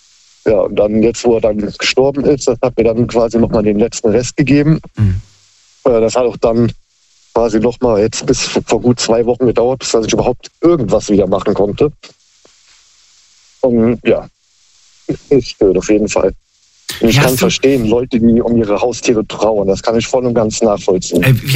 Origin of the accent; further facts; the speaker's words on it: Rhineland-Palatinate, Germany; Ich komme aus dem Raum Koblenz.